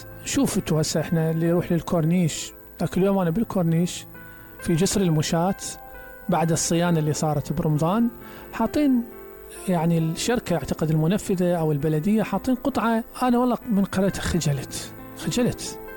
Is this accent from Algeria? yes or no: no; Iraq; احنا نقول انه احنا عراقيين بصاروة